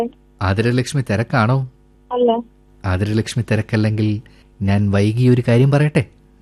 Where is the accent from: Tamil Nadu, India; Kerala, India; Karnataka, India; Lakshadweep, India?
Kerala, India; Thatta; പത്തനംതിട്ട തട്ടയിൽ നിന്നാണ്.